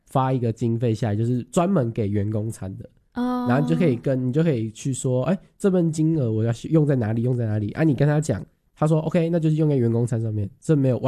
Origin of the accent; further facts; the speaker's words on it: southern Taiwan, Taiwan; now in Northern Taiwan; 我从南部，因为我是南部人，然后我来北部。